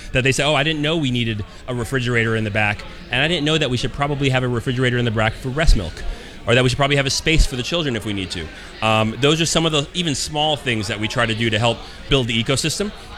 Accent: Florida, United States; I'm from South Florida, all the way down to the bottom.

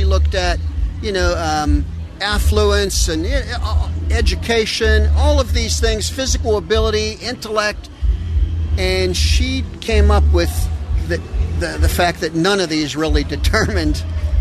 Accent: McKeesport, Pennsylvania, United States; I loved growing up in McKeesport. I loved going to McKeesport School District.

